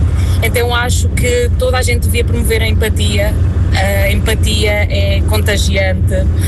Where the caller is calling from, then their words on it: Sangalhos, Centro, Portugal; sou de Sangalhos.